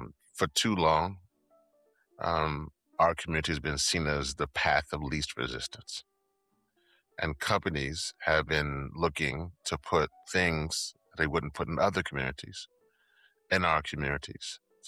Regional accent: Louisiana, United States; And so where I'm from Louisiana, and that's, for those who don't know, is in the United States of America. It's one of the 50 states down there on the Gulf Coast.

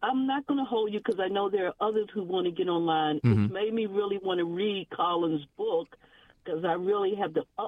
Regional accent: United States; born there; I was born in America.

